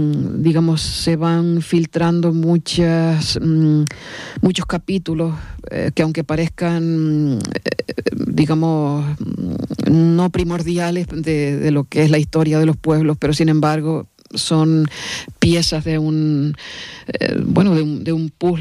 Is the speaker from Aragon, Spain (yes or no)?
no; Canary Islands, Spain